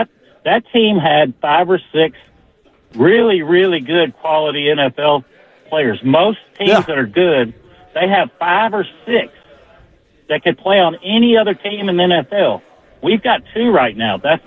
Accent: Nashville, Tennessee, United States; I grew up in East Nashville, and so they mean a lot to me.

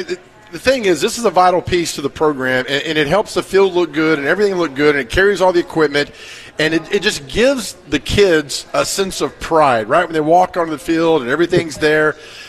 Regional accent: Nashville, Tennessee, United States; I'm a proud graduate of McGavick High School, and like you, Dr. Crane, we grew up in Nashville. We love Nashville.

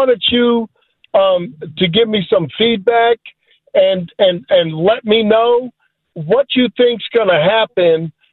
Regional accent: Buffalo, New York, United States; born there; Hey, I was born in Buffalo, you know, Buffalo Bills to the heart, so we love you.

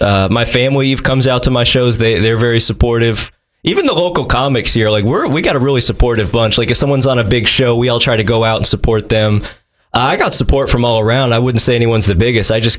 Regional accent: Detroit, Michigan, United States; I'm from Detroit.

